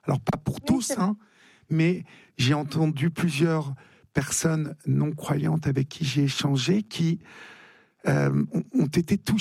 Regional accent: Paris, Île-de-France, France; je suis parisien et donc je vois, enfin j'habite à Paris

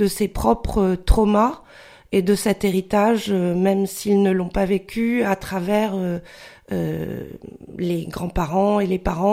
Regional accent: Caen, Normandy, France; born there; papa est ch'ti, ma maman est de Tokyo et je suis née à Caen, donc je suis une ch'tite normande

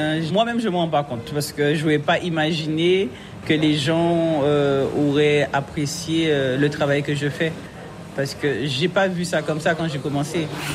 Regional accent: Guadeloupe, France; Chez nous, en Guadeloupe, on a 3 couleurs de patates.

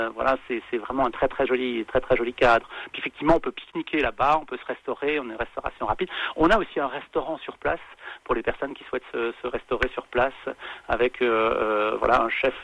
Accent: Grand Est, France; Moi, je suis alsacien d'origine, voilà, et je trouve qu'il y a quelques concomitances avec l'Alsace au niveau des paysages.

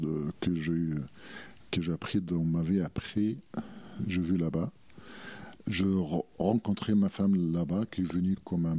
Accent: Cairo, Cairo Governorate, Egypt; first language Arabic; French is a second language; moved away as an adult; now in France; Centre-ville du Caire. Je suis né, j'ai passé le 30 première 30 ans de ma vie au centre-ville du Caire. Après le mariage, à 30 ans, on est déménagé à côté de l'aéroport à l'est du Caire.

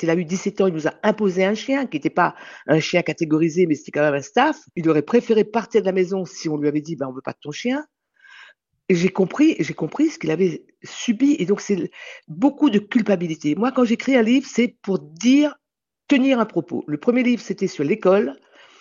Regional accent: Réunion; j'ai vécu dans un univers très particulier à La Réunion, où à cette époque-là, moi j'étais enfant dans les années, fin des années 50, début années 60

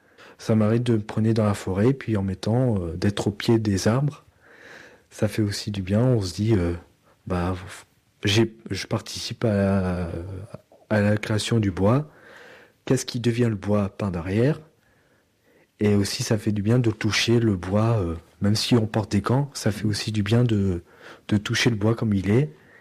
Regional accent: France; Parfois même on est différent parce que nous, on est français.

